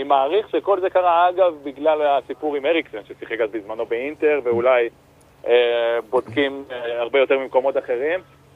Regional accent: Rosh HaNikra, Northern District, Israel; moved away as an adult; now in United States; אני מקבוץ ראש הנקרא.

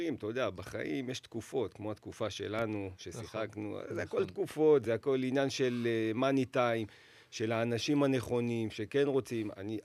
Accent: Jerusalem, Jerusalem District, Israel; את האמת אנחנו ירושלמים

